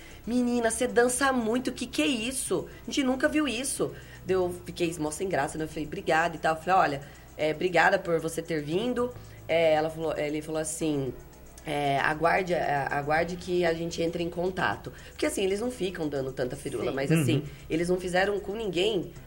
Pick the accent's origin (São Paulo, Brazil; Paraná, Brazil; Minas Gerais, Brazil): São Paulo, Brazil; Limeira; eu sou de Limeira.